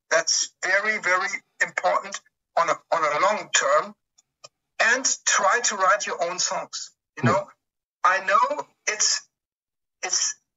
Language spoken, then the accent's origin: English; Germany; English is a second language; a lot of the bands in my hometown, for example, they only played cover music, and I see the same these days. I mean, look at Germany. We have hundreds of … cover bands, for example.